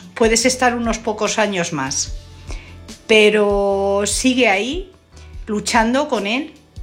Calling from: Madrid, Community of Madrid, Spain; Hola, buenas noches. … de Madrid.

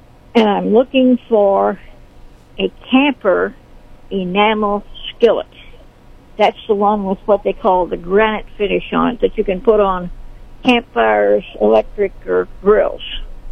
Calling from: Sedalia, Missouri, United States

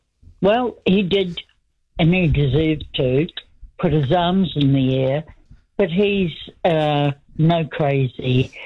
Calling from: New Zealand; he's a humble Kiwi, and we all are.

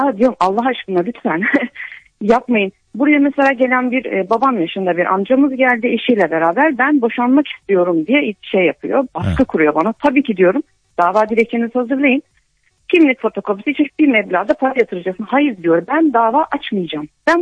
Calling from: Kocaeli, Turkey; ben Kocaeli'den.

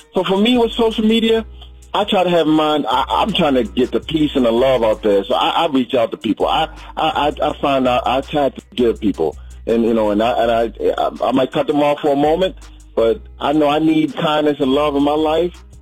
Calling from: Maryland, United States; I'm calling from Maryland.

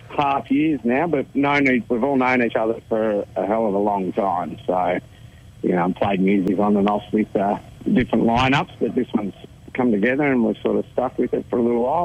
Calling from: Victoria, Australia; I'm calling in from just outside of Bryce in northeast Victoria.

